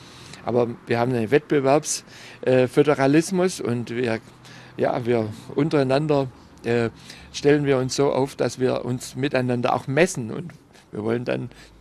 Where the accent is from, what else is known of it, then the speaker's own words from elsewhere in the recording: Baden-Württemberg, Germany; auch Baden-Württemberg, wo ich herkomme, hat große Probleme.